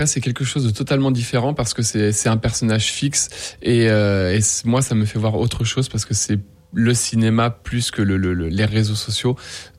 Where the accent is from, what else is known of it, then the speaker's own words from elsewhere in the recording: Paris, Île-de-France, France; Quand on vient de Paris, ça fait bizarre.